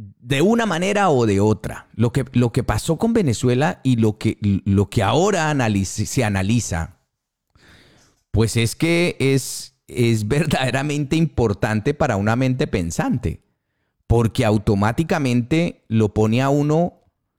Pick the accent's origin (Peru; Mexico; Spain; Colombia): Colombia; como colombiano me refiero